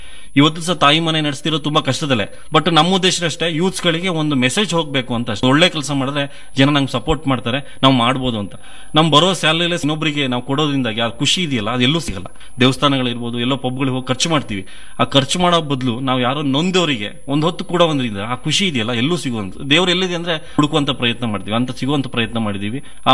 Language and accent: Kannada; Shivamogga district, Karnataka, India